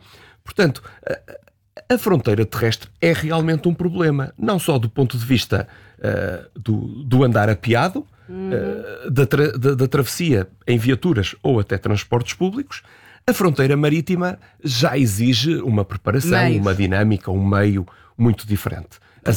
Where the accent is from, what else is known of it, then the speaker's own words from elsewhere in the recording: Minho, Portugal; Eu sou do Minho